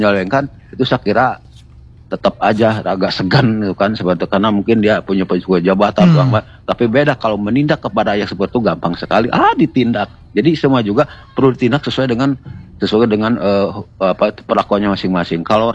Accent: West Java, Indonesia; Bunda tidak berbicara untuk di daerah saya sendiri ya, Jawa Barat.

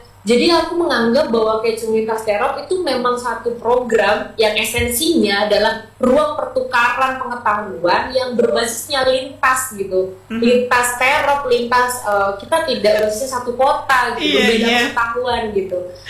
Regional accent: East Java, Indonesia; tidak hanya dari sudut pandang aku sebagai orang Madura gitu. Orang-orang yang di luar Madura bahkan lebih tertarik mungkin dengan budaya kita gitu.

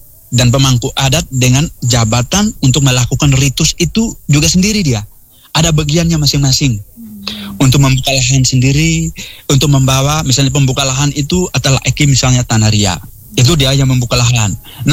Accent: Wolokai, East Nusa Tenggara, Indonesia; Masyarakat adat dan budaya suku Lio teristimewa kami orang Wolokai.

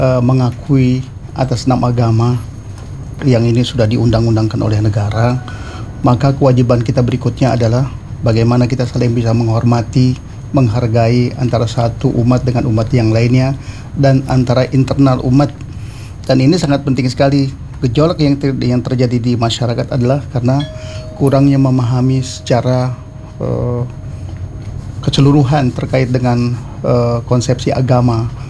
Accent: Jakarta, Indonesia; now in Bogor, Indonesia; Iya, saya asli Jakarta ya. Kebetulan diberikan tugas di Kota Bogor.

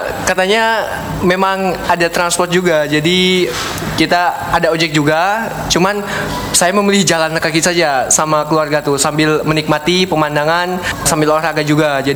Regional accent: Bandung, West Java, Indonesia; saya dari Bandung.

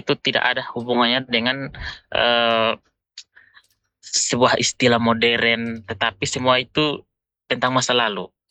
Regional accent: Amanuban, East Nusa Tenggara, Indonesia; desa saya ini desa Napi.

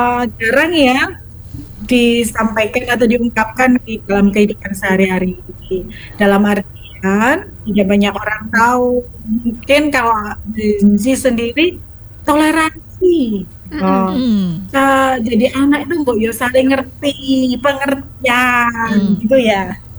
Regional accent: Java, Indonesia; kalau kita lidahnya orang Jawa

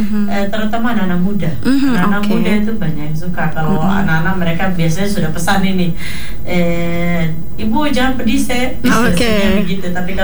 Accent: Papua, Indonesia; Kalau kita orang Papua bilang mulut macam mau terbakar.

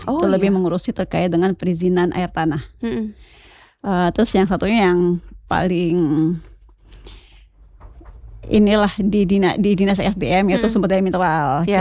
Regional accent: Kendari, Southeast Sulawesi, Indonesia; lahir dan besar di Kendari. Sekolah juga di Kendari.

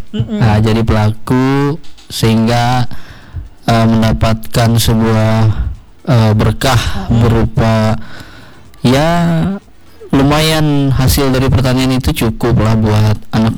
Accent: Palangkaraya, Central Kalimantan, Indonesia; also born or lived in Pulang Pisau; Oh, asli saya kan orang Palangkaraya.

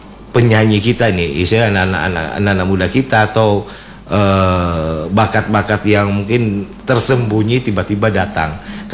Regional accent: North Sulawesi, Indonesia; Apalagi kita orang Sangir dikenal di luar sana.

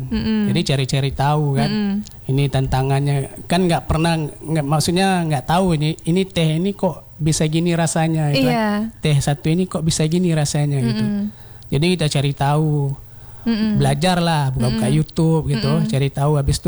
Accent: Aceh, Indonesia; kita sebagai orang Aceh ini kan beda sama selera orang daerah-daerah lain, Sumatera atau Jawa gitu kan.

